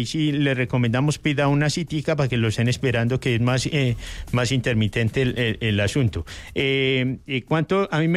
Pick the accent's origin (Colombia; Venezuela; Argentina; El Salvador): Colombia